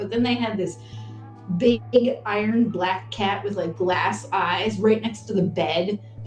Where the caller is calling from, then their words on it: Pittsburgh, Pennsylvania, United States; Pittsburgh.